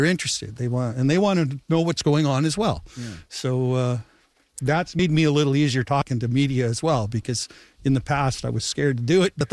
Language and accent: English; Winnipeg, Manitoba, Canada; now in Gimli, Canada; I'm from Winnipeg. My wife was originally from Toronto, and we've retired to Gimli.